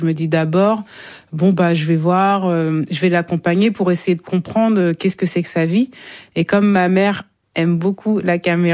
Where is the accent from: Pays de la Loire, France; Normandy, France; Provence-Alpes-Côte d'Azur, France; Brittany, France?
Normandy, France; Canteleu; mais comment ça de Normandie, vous venez d'où? Je dis Rouen, mais Rouen, enfin Canteleu, mais où, près de Rouen, donc en Normandie.